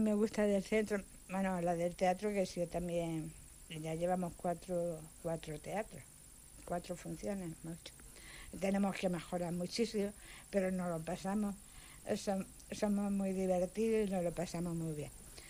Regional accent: Linares, Andalusia, Spain; moved away as an adult; Luego cuando me vine aquí, ya hace 4 años, porque soy de Linares, de donde es … Andrés Segovia

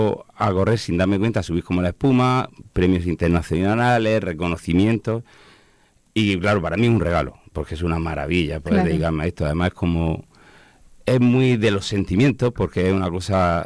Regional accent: Molina de Segura, Region of Murcia, Spain; al final de mi tierra, de aquí son todo, mi familia

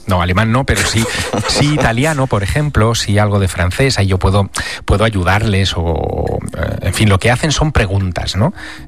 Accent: Teruel, Aragon, Spain; Me lo vas a contar a mí, que soy de Teruel, que el territorio me lo conozco mucho y que sé la riqueza paleontológica que tiene Teruel.

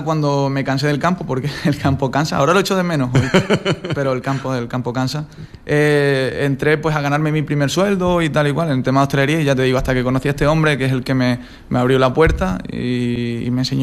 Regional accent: Mérida, Extremadura, Spain; moved away as an adult; now in Lanzarote, Spain; Yo vengo de Extremadura, en Mérida, uh-huh. Pecho lata, romano.

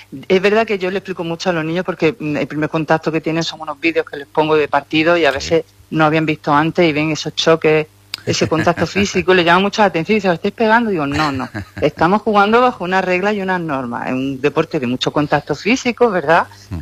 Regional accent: Bilbao, Basque Country, Spain; born there; now in Granada, Spain; Bueno, yo nací en Bilbao por ocasión, por circunstancias de la vida.

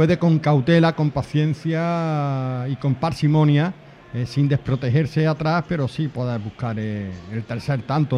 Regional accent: Andalusia, Spain; Soy andaluz, no digo Pera, digo Pere.

